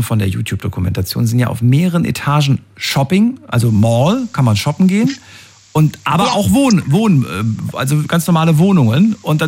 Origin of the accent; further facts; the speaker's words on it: Frankfurt, Hesse, Germany; Aus meinem Hometown. Cool.